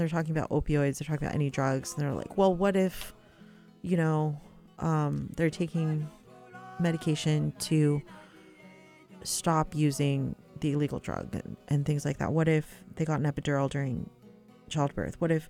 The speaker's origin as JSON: {"language": "English", "region": "California", "country": "United States", "said": "because I'm Wintun, I'm California Indian, Nomalaki Wintun"}